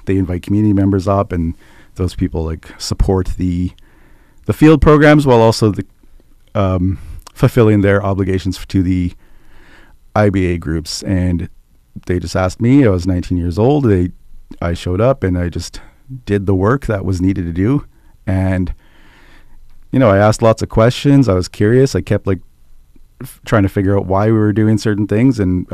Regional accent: Yellowknife, Northwest Territories, Canada; also born or lived in Dettah; And yeah, I'm from Deda, and was born and raised here in Yellowknife.

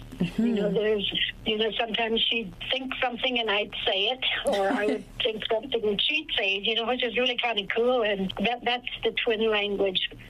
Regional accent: Aklavik, Northwest Territories, Canada; I was born a twin on December 31st, 1953 in the Klavik. We grew up on my mom and dad's trap line.

